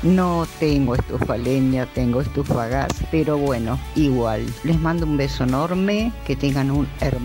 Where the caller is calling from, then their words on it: Juan Lacaze, Colonia, Uruguay; de Juan Lacase.